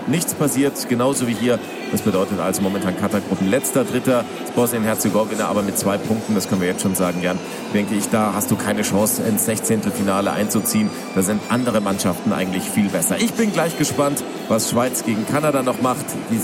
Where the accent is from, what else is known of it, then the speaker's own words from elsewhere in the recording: Germany; aber allein mein deutsches Naturell sagt mir, wir laufen als Deutsche gerne in unser Verderben